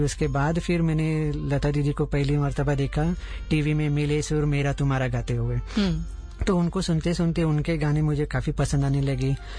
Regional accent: Mumbai, Maharashtra, India; moved away as an adult; also born or lived in Armenia; मेरा बचपन सब मुंबई में हुआ

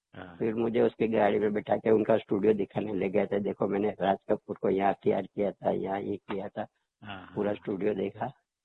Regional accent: Gujarat, India; मैं भी गुजराती हूँ

